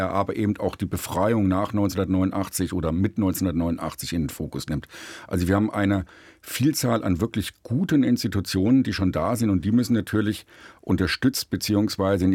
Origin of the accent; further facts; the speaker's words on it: Thuringia, Germany; ich komme ja aus Thüringen